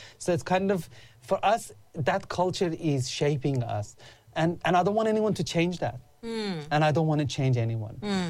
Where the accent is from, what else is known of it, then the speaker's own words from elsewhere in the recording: Iran; now in Australia; So firstly, I always count myself as an Australian. So for me, it's a really different journey because I didn't grow up in my country. I grew up in Iran. In Iran, we were not legal migrants for many years.